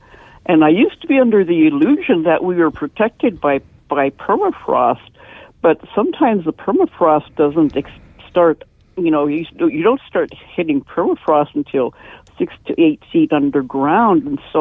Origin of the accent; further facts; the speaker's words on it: Wainwright, Alaska, United States; now in Soldotna, United States; I grew up in Wainwright